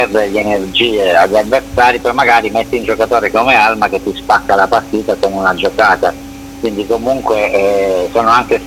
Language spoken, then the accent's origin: Italian; Palizzi, Calabria, Italy; moved away; anche se parti da un piccolo paese, sono di Palizzi